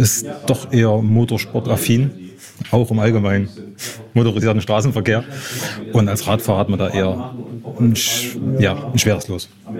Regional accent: Hohenstein-Ernstthal, Saxony, Germany; ich komme aus Hohenstein-Ernstthal. Das liegt dort, wo Martin gerade die Rennstrecke beschrieben hat, am Sachsenring

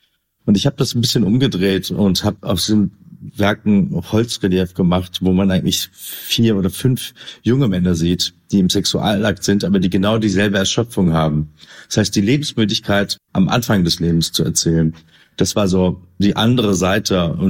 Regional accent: Berlin, Germany; Genau, eigentlich komme ich aus Kreuzberg. Ich weiß nicht, es steht immer in der Presse Neukölln. Ich weiß, das hat sich irgendwann mal so verselbstständigt. Genau, aus der Zossener Straße, Bergmarktbeetz, aus dem guten Kreuzberg.

